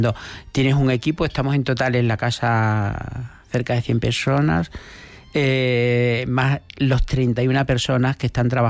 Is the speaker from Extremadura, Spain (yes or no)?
yes; Extremadura, Spain; cómo somos los extremeños